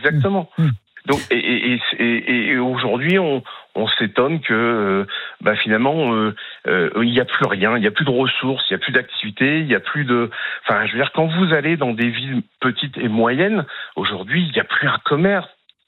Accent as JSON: {"language": "French", "region": "Hauts-de-France", "country": "France", "tie": "born there", "moved": "yes", "lives_now": "Aveyron, France", "said": "Il y a des villes même de 20 000 habitants dont où je suis né dans l'Oise, donc plutôt au nord de Paris, 20 000 habitants"}